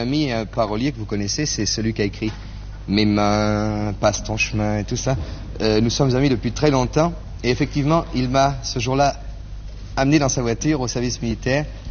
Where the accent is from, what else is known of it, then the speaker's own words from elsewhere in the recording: Nice, Provence-Alpes-Côte d'Azur, France; also born or lived in Toulon; Oui, effectivement, j'ai passé mon enfance à Nice.